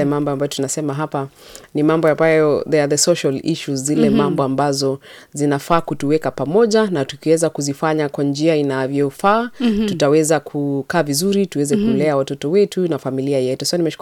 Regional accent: Nandi County, Kenya; Nimetoka pale Nandi County, nimetoka ward inaitwa Kipkaren, constituency inaitwa Mosop, county ya Nandi, na mimi ni Mkenya

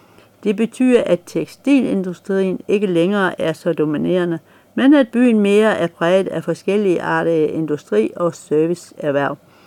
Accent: Herning, Central Denmark Region, Denmark; Herning, hvor jeg kommer fra, eller i hvert fald deromkring.

